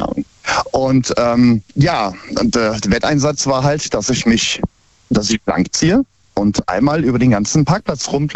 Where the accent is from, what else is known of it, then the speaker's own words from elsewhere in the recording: Bergneustadt, North Rhine-Westphalia, Germany; Ich bin aus Schönenberg Neustadt, Wiedenest, in der Nähe von Gummersbach bei Köln, NRW.